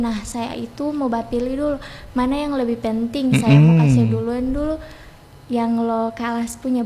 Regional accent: Gorontalo, Indonesia; Saya asal Tapa.

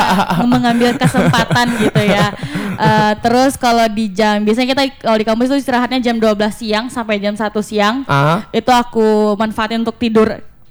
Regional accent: West Sumatra, Indonesia; born there; moved away; aku aslinya itu dari Padang Priaman, tapi aku udah lama di sini gitu.

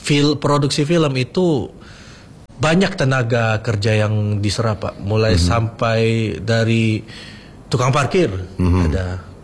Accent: Jambi, Indonesia; moved away; saya anak asli Jambi yang mencari ilmu di luar

